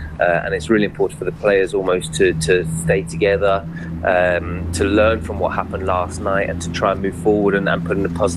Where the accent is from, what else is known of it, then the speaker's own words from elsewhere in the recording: South Africa; all we want to see as South African fans